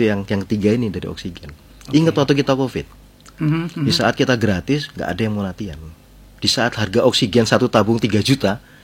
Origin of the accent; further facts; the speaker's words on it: Java, Indonesia; karena kita orang Jawa